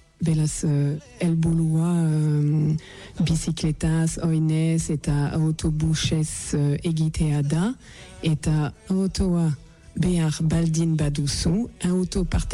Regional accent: northern France, France; Basque is a second language; moved away as an adult; now in Bayonne, France; baionan bizi naiz, baina Frantzia iparaldekoa naiz, eta duela amar urte baionara eldu nintzen.

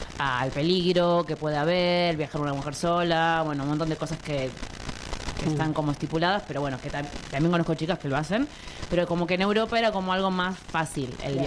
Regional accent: Buenos Aires Province, Argentina; Yo soy de provincia de Buenos Aires.

